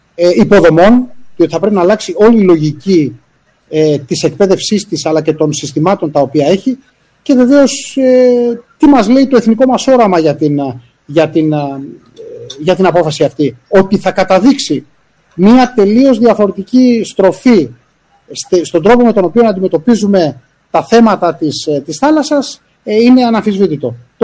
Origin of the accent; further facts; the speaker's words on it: Mytilene, North Aegean, Greece; τον ίδιο τον τόπο μου και την ίδια το μέρος το οποίο υποστήριζα ως αντισταγματάρχης